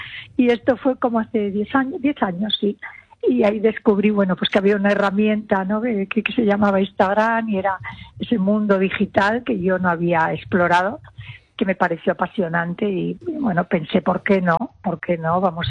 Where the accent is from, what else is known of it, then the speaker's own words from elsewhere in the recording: León, Castile and León, Spain; abrí una tienda multimarca con mi hermana en León, yo soy leonesa